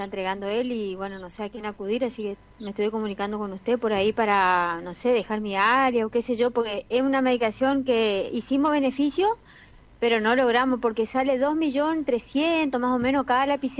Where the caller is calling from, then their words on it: Quitilipi, Chaco, Argentina; Nosotros somos de Quitilipi, Chaco.